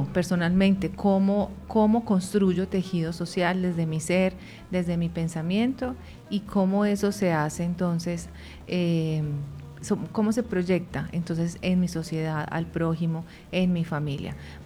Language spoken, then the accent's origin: Spanish; Colombia; nosotros como colombianos y como habitantes de esta hermosa tierra